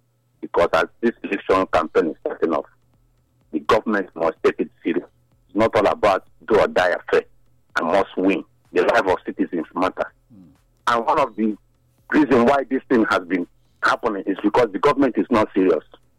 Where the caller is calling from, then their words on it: Benin City, Edo, Nigeria; I'm calling from Benin.